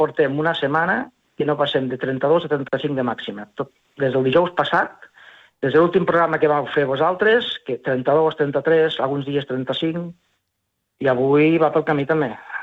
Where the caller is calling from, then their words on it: Tàrrega, Catalonia, Spain; aquí, a Tàrrega